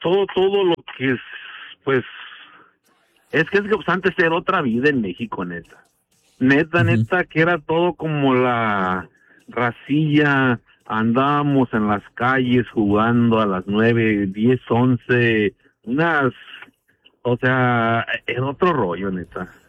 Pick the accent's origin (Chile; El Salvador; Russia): Russia; Soy de Rusia por nacimiento, mexicano porque me encontraron ahí.